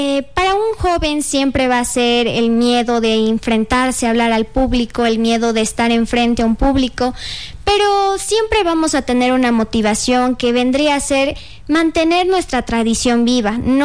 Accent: Machachi, Pichincha, Ecuador; yo no soy de aquí, de La Tacunga, yo soy de Machachi.

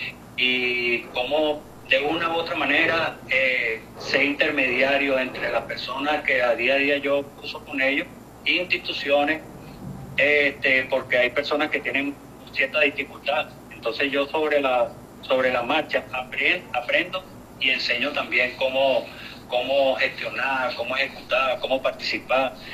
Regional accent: Caracas, Capital District, Venezuela; now in Brazil; vengo de un barrio de Caracas

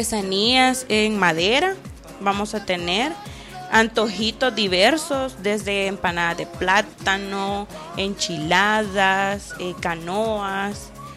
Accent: El Salvador; como buen salvadoreño podemos decirlo.

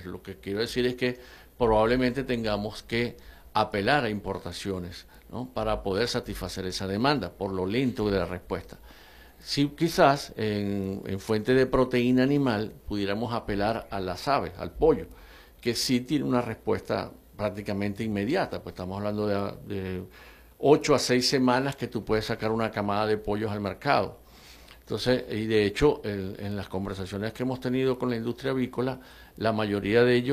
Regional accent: Venezuela

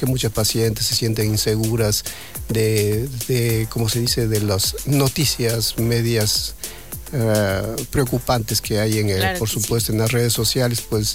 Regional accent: Buenos Aires, Argentina; moved away; Ya llevo 25, 26 años de trayectoria quirúrgica, que desde que vine desde Buenos Aires para ya instalarme en el país, ¿no?

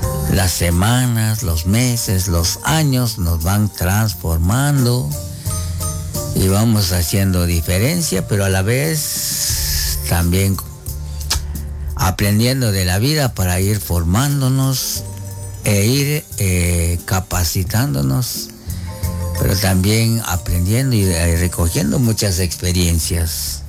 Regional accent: Guatemala; para que no nos olvidemos de que somos guatemalteco al 100. Guatemalteco de corazón, donde quiera que vayamos

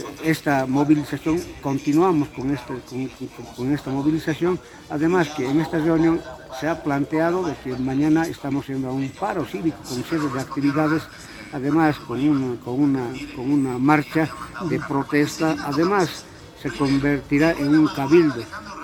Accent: Uncía, Potosí, Bolivia; como uceños que somos de acá, de Uceño.

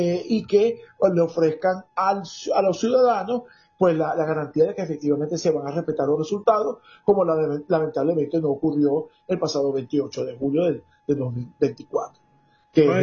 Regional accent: Venezuela; nosotros como venezolanos

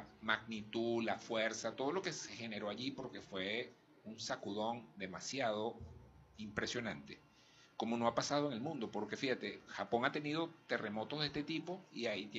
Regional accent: Venezuela; Y tenemos una ventaja, como venezolanos, que es la resiliencia

